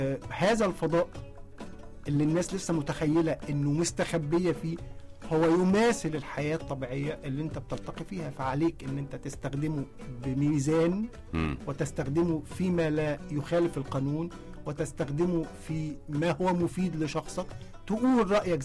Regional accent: Egypt; انا مواطن مصري

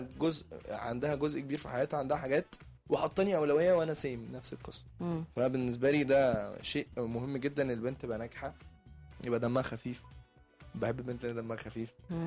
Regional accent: Alexandria, Alexandria Governorate, Egypt; moved away; انا من اسكندريه.

